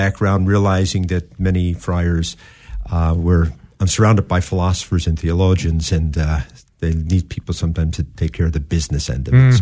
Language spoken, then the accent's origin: English; United States; I am from the United States, U.S. province